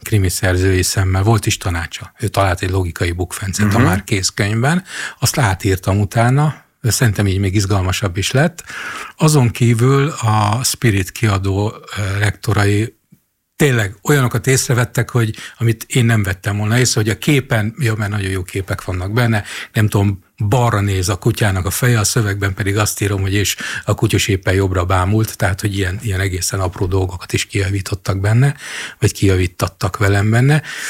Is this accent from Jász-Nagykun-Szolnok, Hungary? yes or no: yes; Jászberény, Jász-Nagykun-Szolnok, Hungary; Persze, hát én Jászberényi gyerek vagyok